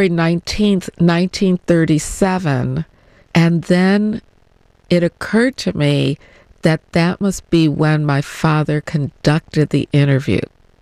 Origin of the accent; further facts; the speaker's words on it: Chicago, Illinois, United States; born or raised there